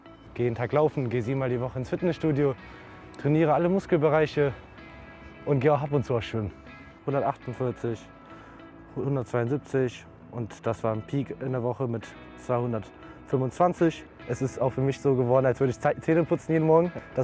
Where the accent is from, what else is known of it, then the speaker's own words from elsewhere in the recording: Kosovo; Ich komme ja selber aus dem Kosovo, meine Eltern sind dort geboren.